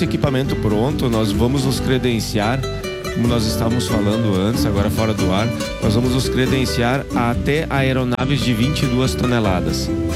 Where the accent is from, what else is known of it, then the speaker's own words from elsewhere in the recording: Rio Grande do Sul, Brazil; nós somos daqui, eu não digo de Lajado, nós somos do Vale do Taquari.